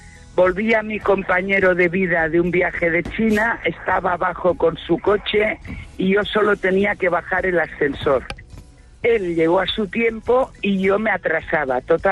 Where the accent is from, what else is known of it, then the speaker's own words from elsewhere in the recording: Barcelona, Catalonia, Spain; Yo soy catalana, de Barcelona.